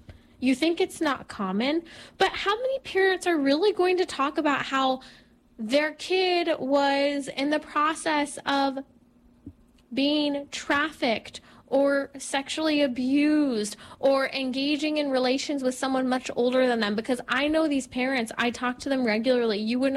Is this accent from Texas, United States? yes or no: no; California, United States; I chose three states, my home state of California, Florida, and then Georgia, as three states to just look at how many children are missing in those states.